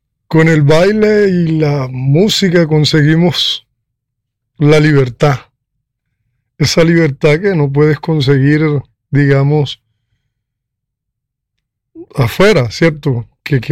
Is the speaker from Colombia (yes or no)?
yes; Colombia; Yo no me voy de Colombia si me dicen voluntariamente porque yo soy feliz en mi país.